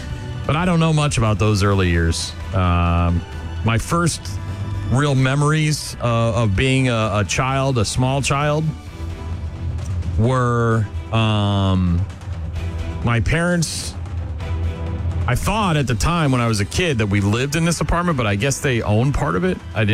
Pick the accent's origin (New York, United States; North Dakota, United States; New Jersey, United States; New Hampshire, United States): New Hampshire, United States; Nashua; We lived, we moved into a house on Syracuse Road in Nashua, New Hampshire, my hometown. And I grew up there.